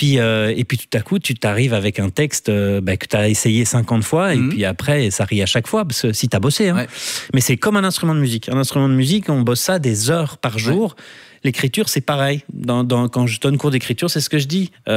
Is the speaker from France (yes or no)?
no; Brussels, Brussels-Capital Region, Belgium; Moi, je suis bruxellois